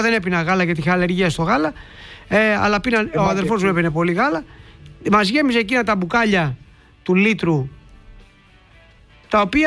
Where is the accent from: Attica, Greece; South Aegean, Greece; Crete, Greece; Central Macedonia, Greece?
Attica, Greece; Piraeus; born there; also born or lived in Keratsini / Zografou; δύο περιοχές που έχω ζήσει, δηλαδή στον Πειραιά, στο Κερατσίνι, γιατί είμαι Πασαλιμανιώτης, από το Πασαλιμάνι γεννημένος, αλλά και στο Ζωγράφου